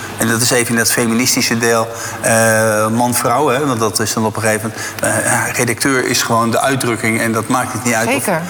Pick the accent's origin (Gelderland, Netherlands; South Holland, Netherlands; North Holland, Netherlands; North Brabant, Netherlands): South Holland, Netherlands; Zwijndrecht; born there; Dus ik ben in Zwijndrecht geboren.